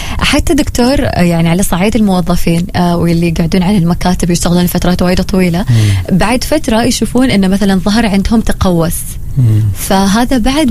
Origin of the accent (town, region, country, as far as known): Oman